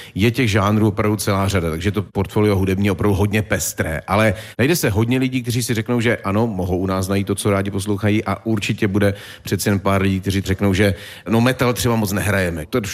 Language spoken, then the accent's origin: Czech; Ostrava, Moravian-Silesian Region, Czechia; moved away as an adult; also born or lived in Havířov; já jsem se narodil v Havířově, já jsem do svých 18 let žil v Ostravě a do Ostravy zajíždím prakticky často